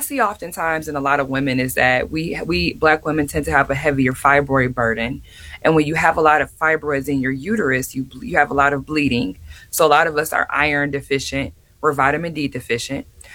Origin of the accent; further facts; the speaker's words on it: Michigan, United States; like I'm from Michigan, so similar with Illinois, we only get about 2 seconds of warm weather.